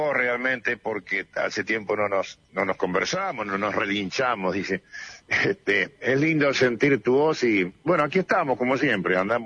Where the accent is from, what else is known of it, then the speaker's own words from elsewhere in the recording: Comodoro Rivadavia, Chubut, Argentina; born there; Nací en Comodoro, como vos sabés, como vos también.